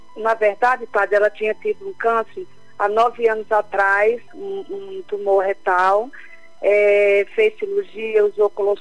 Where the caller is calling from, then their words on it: São Paulo, Brazil; É de São Paulo.